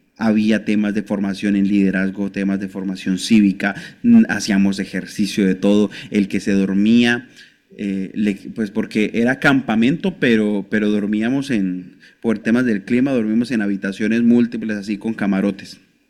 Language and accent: Spanish; Gachetá, Cundinamarca, Colombia; also born or lived in Bogotá; Yo soy, aunque nací en Bogotá, pero crecí en un municipio de Cundinamarca que se llama Gachetá.